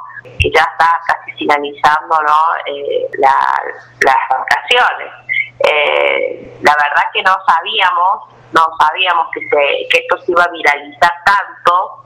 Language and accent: Spanish; La Carolina, San Luis, Argentina; yo soy de acá de la Carolina, yo desde muy pequeña recuerdo la mayoría de las casas con pajonales, ¿no? Entonces la gente siempre ha sido muy humilde, la mayoría viviendo de la minería, mi abuelo fue minero